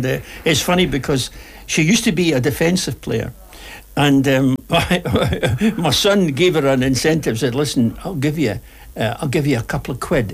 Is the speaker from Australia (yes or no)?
no; Edinburgh, Scotland, United Kingdom; I was born and brought up in Stockbridge in Edinburgh.